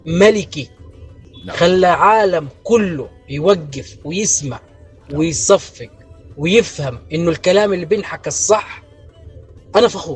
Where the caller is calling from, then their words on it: Jordan; إحنا أردني.